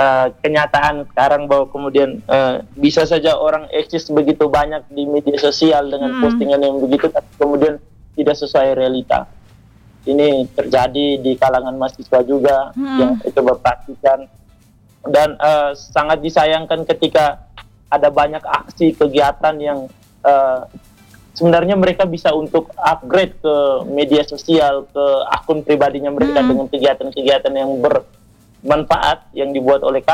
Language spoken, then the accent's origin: Indonesian; Ende, East Nusa Tenggara, Indonesia; identitas kita sebagai orang ND, sebagai orang NTT.